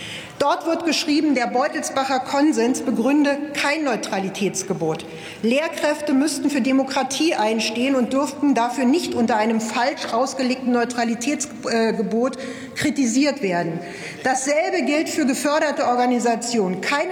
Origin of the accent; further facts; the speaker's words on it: Potsdam, Brandenburg, Germany; born there; moved away as an adult; also born or lived in Munich; Ich bin in Potsdam geboren.